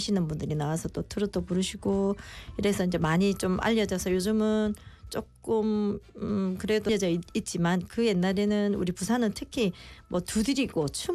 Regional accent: Sancheong, South Gyeongsang, South Korea; now in Busan, South Korea; 제가 워낙 시골 출신이어서 경남 산청이 제 고향인데요. 거기서는 뭐 소리 학원도 따로 있는 곳이 아니고 굉장히 산촌이었기 때문에

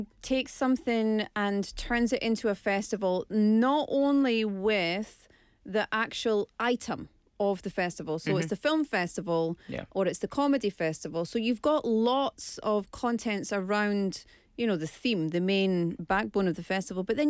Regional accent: United Kingdom; moved away as an adult; now in South Korea; I'm British.

